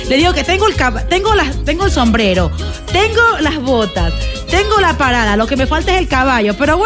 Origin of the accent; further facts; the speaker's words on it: Vinces, Los Ríos, Ecuador; moved away; Saludos allá a mi tierra linda, el Cantón Vince